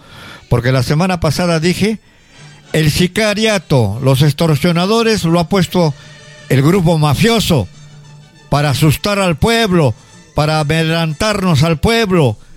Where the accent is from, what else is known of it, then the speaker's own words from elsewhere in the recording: Huánuco, Peru; now in Arequipa, Peru; Yo, por ejemplo, soy huanuqueño, me he casado con una arequipeña